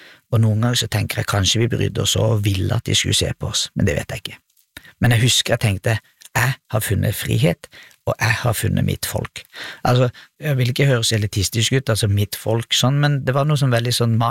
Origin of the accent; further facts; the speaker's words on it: Kristiansand, Agder, Norway; also born or lived in Trondheim; Jeg vokste opp på Søm, i Kristiansand. Og når jeg sier Søm, så mener jeg hele Søm. Det er et lite sted over Varoboet. Jeg bodde overalt på Søm. 10 plasser faktisk.